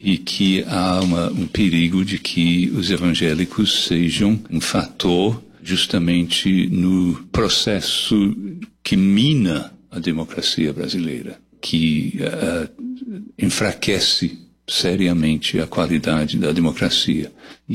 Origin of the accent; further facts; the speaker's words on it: England, United Kingdom; Portuguese is a second language; now in Brazil; Eu nasci na Inglaterra, nascido e criado na Inglaterra. Eu moro no Brasil desde 1976, tenho 50 anos.